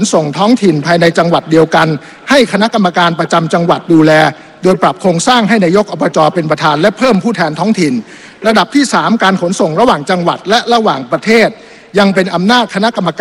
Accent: Phrae, Thailand; ในฐานะส.ส.กรุงเทพและบ้านเกิดผมคือจังหวัดแพร่ผมเข้าใจปัญหาความไม่สะดวกในการเดินทางในต่างจังหวัด

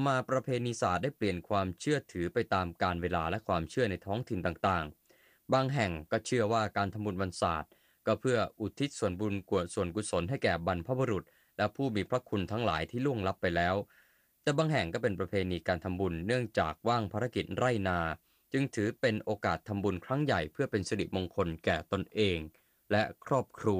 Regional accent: Central Thailand, Thailand; แต่ผมเนี่ยในฐานะที่เป็นคนภาคกลางเราก็ได้ยินมานานนะ

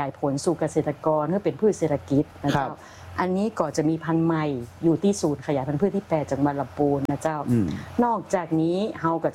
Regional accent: Northern Thailand, Thailand; accent: Kham Mueang (Northern Thai), some Yong; เพราะว่าอี…เป็นยองนะเจ้า

